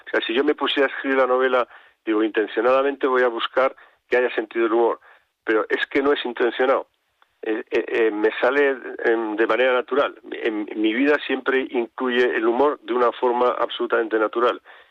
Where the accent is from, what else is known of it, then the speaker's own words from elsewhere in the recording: Barbastro, Aragon, Spain; born there; Yo nací en Barbastro, en la provincia de Huesca, soy aragonés